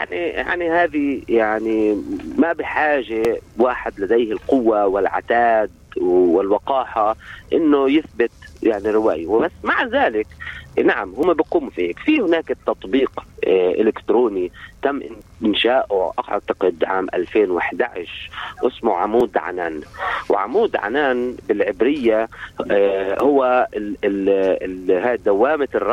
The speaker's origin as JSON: {"language": "Arabic", "country": "Palestine", "said": "كيف إحنا بنشوفه كفلسطينيين"}